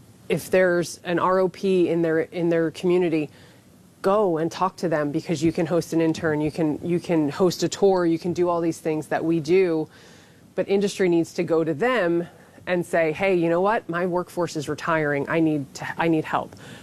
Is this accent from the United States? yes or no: yes; East Coast, United States; now in California, United States; I'm from the East Coast, so it's different.